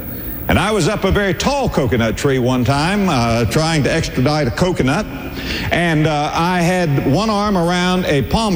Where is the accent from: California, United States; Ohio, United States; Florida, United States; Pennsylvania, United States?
Florida, United States; born or raised there